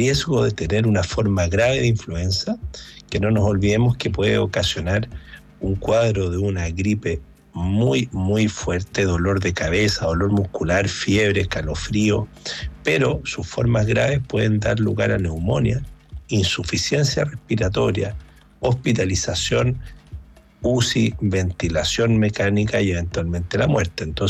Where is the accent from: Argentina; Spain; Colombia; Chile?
Chile; Viña del Mar, Valparaíso; Yo en lo personal, como buen viñamarino, soy del Ayrton